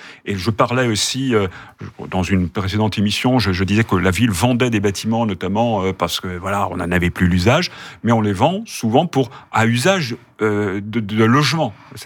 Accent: Dinan, Brittany, France; J'aime Dinan, j'y suis né, j'y ai fait une partie de mes études au Cordelier.

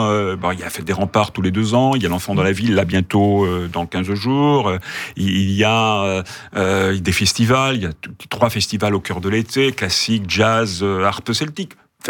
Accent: Dinan, Brittany, France; J'aime Dinan, j'y suis né, j'y ai fait une partie de mes études au Cordelier.

